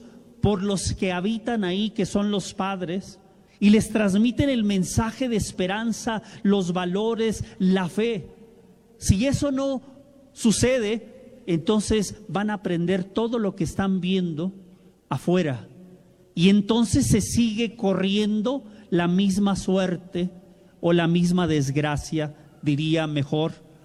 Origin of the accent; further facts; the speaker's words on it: Mexico; now in Los Angeles, United States; los que somos de México, salimos de México